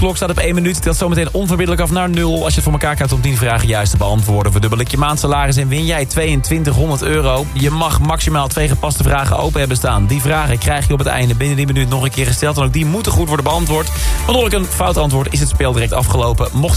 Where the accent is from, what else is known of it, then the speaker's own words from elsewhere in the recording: Tilburg, North Brabant, Netherlands; Nou ja, ik ben geboren en getogen in Tilburg.